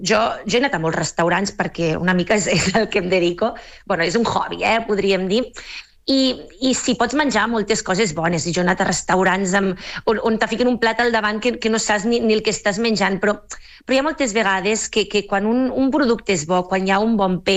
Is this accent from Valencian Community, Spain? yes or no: no; La Seu d'Urgell, Catalonia, Spain; moved away as an adult; now in Santa Susanna, Spain; jo no sóc del Maresme, vale? Jo sóc de la Seu d'Urgell. Llavors, jo he estat, vull dir, vaig passar tota la vida a la Seu d'Urgell, vacances a la Costa Brava, no havia estilat molt, eh? Lloret tampoc, i ara fa un parell o tres de mesos m'he mudat a Santa Susana